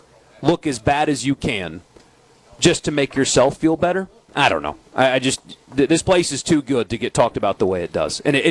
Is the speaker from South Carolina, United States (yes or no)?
yes; South Carolina, United States; also born or lived in Harrisburg, Pennsylvania; now in Mississippi, United States; I grew up in South Carolina.